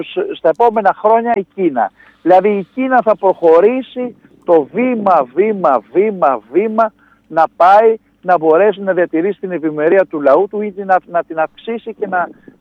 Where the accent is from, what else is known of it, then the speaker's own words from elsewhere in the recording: Greece; σαν Έλληνες που είμαστε